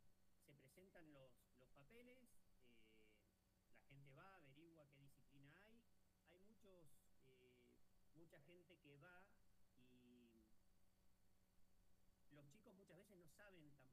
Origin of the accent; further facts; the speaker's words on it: Cinco Saltos, Río Negro, Argentina; born there; moved away as an adult; now in Zapala, Argentina; No, yo nací en Cinco Saltos, Río Negro, y me vine en el año 99. Acá a Zapala ya hace 27 años.